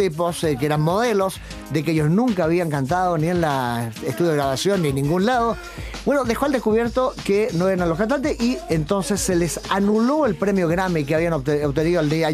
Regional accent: Chile; nuestro país de Chile

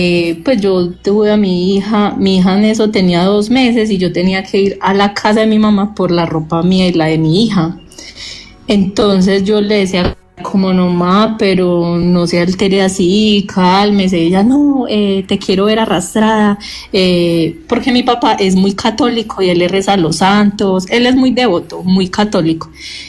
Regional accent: Medellín, Antioquia, Colombia; Yo soy de Medellín

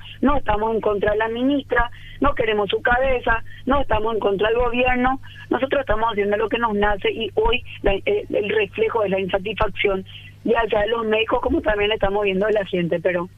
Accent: Paraguay

